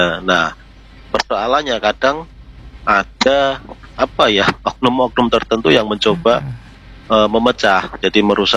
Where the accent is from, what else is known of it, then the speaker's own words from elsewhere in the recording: Semarang, Central Java, Indonesia; tugas kita sebagai warga Kota Semarang